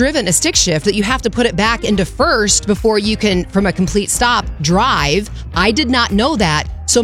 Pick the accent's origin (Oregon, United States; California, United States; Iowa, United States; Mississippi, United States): Iowa, United States; born there; I was 13 because we could drive in Iowa at 14.